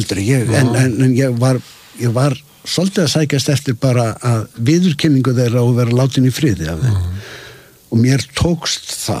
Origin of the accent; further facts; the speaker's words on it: Reykjavík, Capital Region, Iceland; Ég segi stundum sko að hérna ég er ekki gablari. Ég er of aðfluttur til þess. En segi stundum sko ég er Hafnfirðingur allstaðar nema í Hafnarfirði. Þar ég Reykvíkingur.